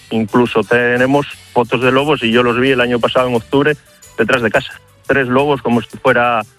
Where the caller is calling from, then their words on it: Las Regueras, Asturias, Spain; En el pueblo de Otero, concejo Las Regueras, aquí en el centro de Asturias.